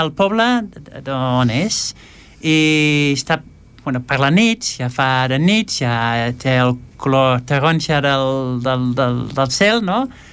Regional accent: Esplugues de Llobregat, Catalonia, Spain; perquè sóc d'Esplugues i sóc per aquí.

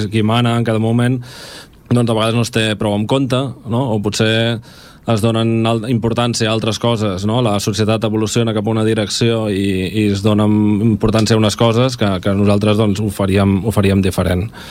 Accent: Esplugues de Llobregat, Catalonia, Spain; sóc d'Esplugues, no? Em sento espluguí i m'ho sento molt meu

